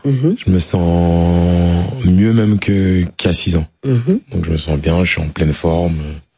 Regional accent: Roubaix, Hauts-de-France, France; puisque moi, voilà, j'ai grandi à Roubaix

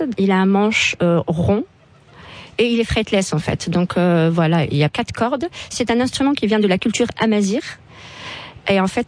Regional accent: Morocco; Mais j'aurais aimé, en tant que marocaine, avoir des exemples de féministes marocaines.

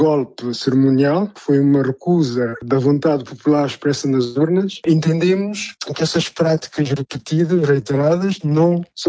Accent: Guinea-Bissau; Como guineenses, aspiramos ao programa maior sonhado por Cabral, que ainda não aconteceu, porque certas pessoas bloqueiam o processo de democratização da Guiné-Bissau.

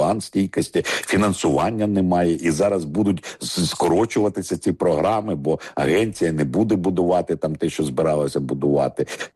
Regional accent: Vinnytsia, Vinnytsia Oblast, Ukraine; 200 кілометрів відійти від Києва в Вінниці, мирне місто, це моє рідне місто, я не хочу образити вінничан

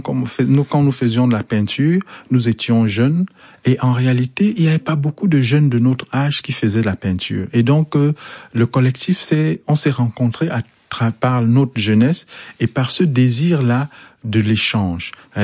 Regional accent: Cameroon; Chez nous, au Cameroun, on appelle les librairies au poteau.

